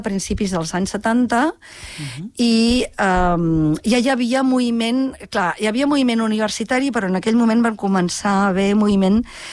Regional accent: Vilanova de Segrià, Catalonia, Spain; Sí, jo vaig néixer a Vilanova de Segrià, que està molt a propet de Lleida Capital, però dic que sóc de les Terres de Ponent

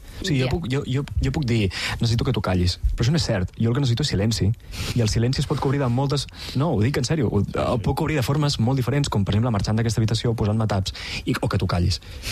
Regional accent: Olot, Catalonia, Spain; sóc d'Olot

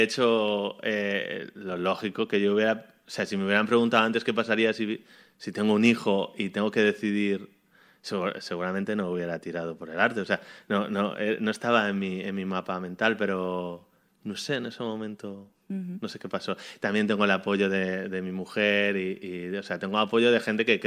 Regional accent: Madrid, Community of Madrid, Spain; moved away as an adult; also born or lived in Jerez; now in Germany; cuando me fui a Alemania, o sea, yo soy de Madrid, en Madrid, bueno, en Jerez, porque tengo muchos amigos de Jerez, porque mi familia es de allí

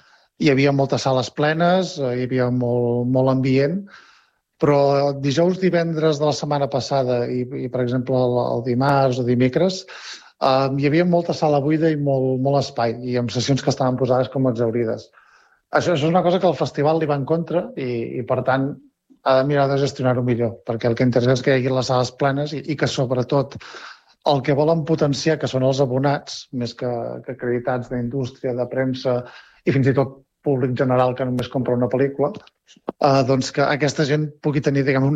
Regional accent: Catalonia, Spain; Jo en el meu cas vinc del Ripollès

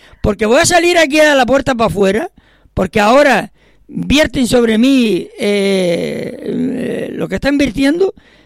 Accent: Vega de San Mateo, Canary Islands, Spain; moved away as an adult; now in Santa Brígida, Spain; yo estaba en San Mateo y me tengo que venir allí. ¿Por qué? ¿Por qué me tengo que venir de allí, de mi pueblo, tengo que marcharme y venirme aquí abajo a Santa Brígida?

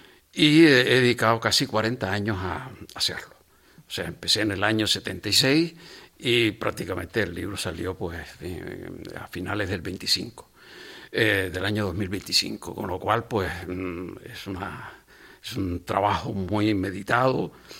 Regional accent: Arucas, Canary Islands, Spain; Yo soy hijo predilecto de Arucas

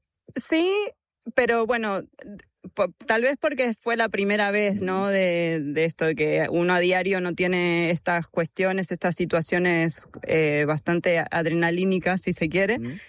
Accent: Argentina; moved away as an adult; yo vengo de Argentina con una formación de un año, y bueno, y la experiencia también.

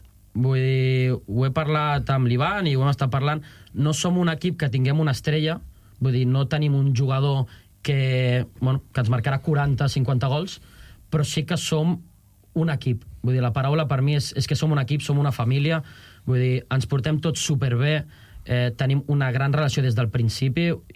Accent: Arenys, Catalonia, Spain; el meu poble era Arenys, el meu club era Arenys

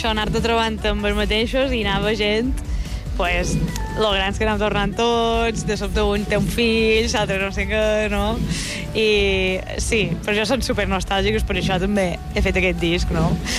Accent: Mallorca, Balearic Islands, Spain; now in Barcelona, Spain; jo ara mateix estic molt bé a Barcelona i crec que estaré uns quants anys més aquí, segur. Però sí que és vera que ja penso que algun dia tornaré a Mallorca

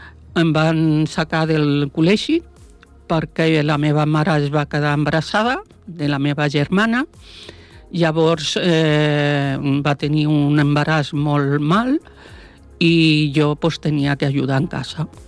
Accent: L'Hospitalet de Llobregat, Catalonia, Spain; moved away as an adult; also born or lived in Sant Cugat del Vallès; jo vaig néixer a Sant Cugat del Vallès, però als 2 anys ens van anar a l'Hospitalet de Llobregat i vaig estar allà fins que ens va casar.

